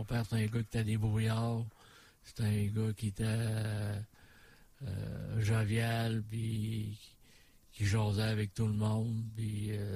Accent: Quebec City, Quebec, Canada; Je viens de Québec.

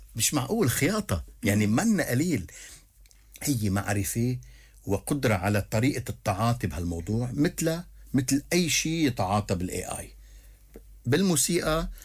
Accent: Achkout, Keserwan-Jbeil, Lebanon; الحب ما بيموت. ضيعتنا عشقوت.

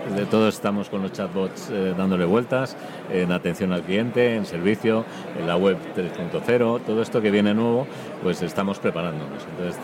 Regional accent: Spain; yo digo primer país porque soy español

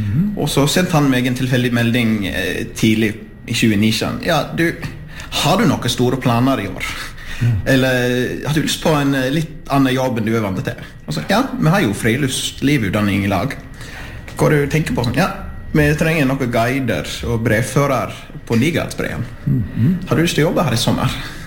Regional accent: New Zealand; moved away as an adult; now in Jostedalen, Norway; jeg var født og vokst opp i New Zealand.

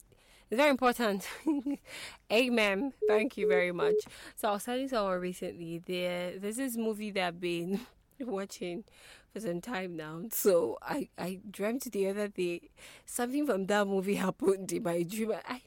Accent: Nigeria; It's just a lot being a Nigerian right now, but God will help us.

